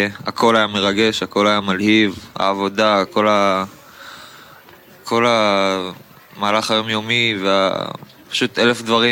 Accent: Tzipori, Northern District, Israel; אני בן 19, מציפורי.

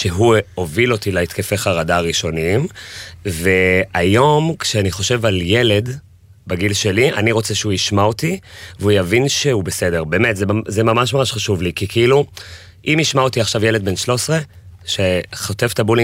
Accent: Jerusalem, Jerusalem District, Israel; אני ירושלמי

